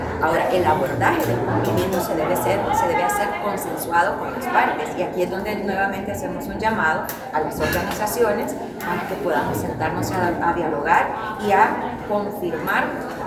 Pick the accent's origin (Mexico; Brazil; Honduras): Honduras; todos somos hondureños